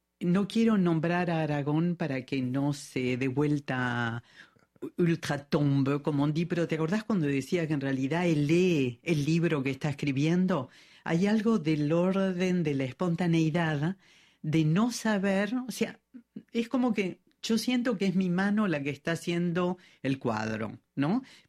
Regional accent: Argentina; now in Paris, France; yo me siento más argentina que francesa, pero me gusta mucho vivir en Francia.

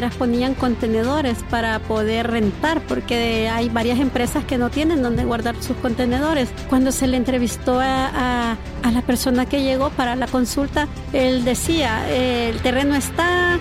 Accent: El Salvador

